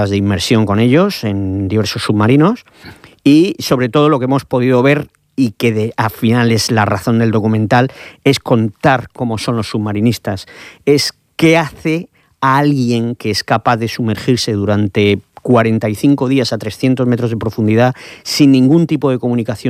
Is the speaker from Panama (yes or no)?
no; Region of Murcia, Spain; donde yo creo que como murcianos y sobre todo los de Cartagena, si alguno me ve por aquí, pues deberían estar muy, muy orgullosos.